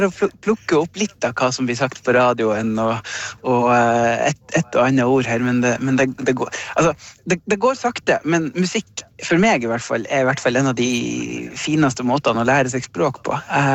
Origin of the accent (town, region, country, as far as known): Senja, Troms, Norway; born or raised there